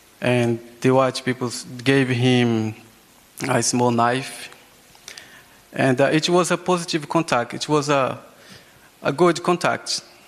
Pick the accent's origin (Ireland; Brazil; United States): Brazil; first language Yawanawa; English is a second language; moved away as an adult; now in London, United Kingdom; I come from the Yawanawa tribe in the Amazon rainforest.